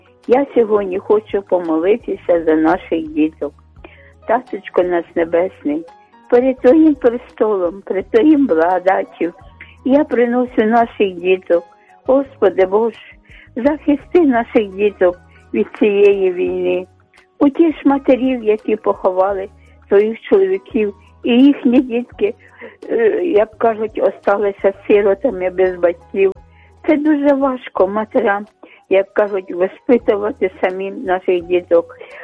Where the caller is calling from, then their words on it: Kyiv, Ukraine; я з Оболоні, з Києва.